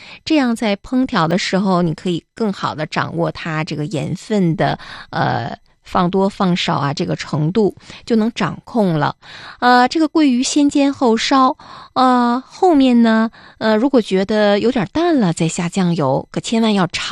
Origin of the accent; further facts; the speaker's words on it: Northeast China, China; 这盐碎咱们东北人其实就是香菜啊，南方人愿意叫盐碎